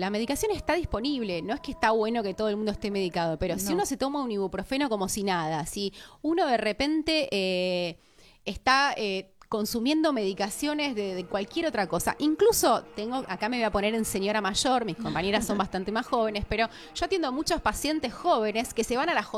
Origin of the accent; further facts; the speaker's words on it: Argentina; cómo somos los argentinos